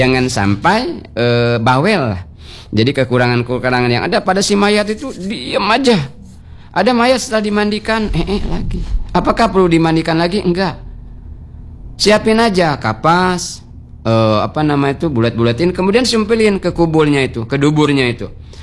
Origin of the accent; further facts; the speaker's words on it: Bangka Belitung Islands, Indonesia; membasuh bedarup, kata kita orang Bangka ya, lepitan-lepitannya